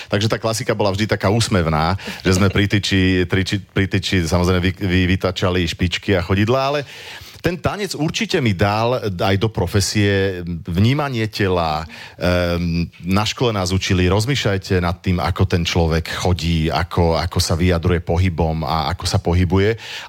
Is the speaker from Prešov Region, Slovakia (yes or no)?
no; Banská Bystrica, Banská Bystrica Region, Slovakia; nechcel som odísť z Banskej Bystrice, z rodného mesta. V Bystrici otvárali Akadémiu umení